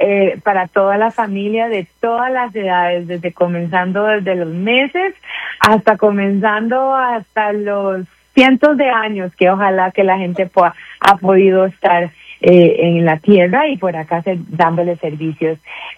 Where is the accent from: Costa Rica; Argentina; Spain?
Costa Rica; accent: Costa Rican; moved away as an adult; now in Denver, United States; Mi acento es de Costa Rica y tengo acá en Estados Unidos, ya gracias a Dios, 18 años, vine a estudiar.